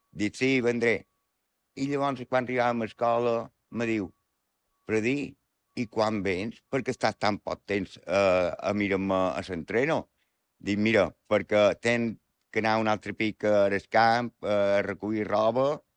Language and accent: Catalan; Petra, Balearic Islands, Spain; born there; Mon pare i ma mare van néixer a Petra, el meu germà va néixer a Petra, jo vaig néixer a Petra, i llavors varen, com he dit antes, varen venir quan jo tenia 2 anys aquí a la pagesia